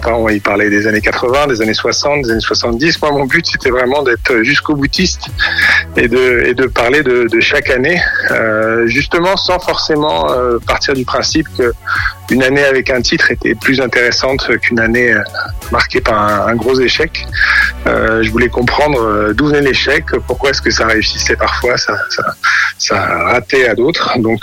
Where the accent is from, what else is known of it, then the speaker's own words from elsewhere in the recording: Paris, Île-de-France, France; Moi, je suis parisien